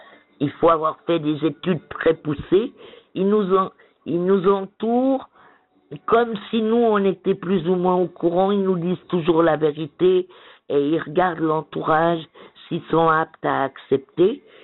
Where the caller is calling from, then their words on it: Vaud, Switzerland; Je suis une vraie vaudoise.